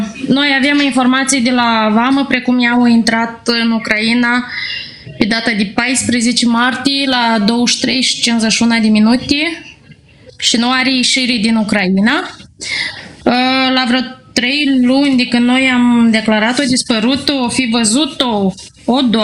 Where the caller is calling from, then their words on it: Moldova; eu sunt din Republica Moldova.